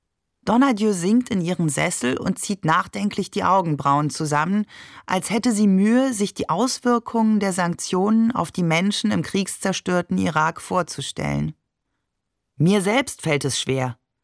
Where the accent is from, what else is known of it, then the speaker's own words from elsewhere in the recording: Saarbrücken, Saarland, Germany; Wo auch immer wir Heiligabend verbrachten, bei uns in Saarbrücken gab es jedes J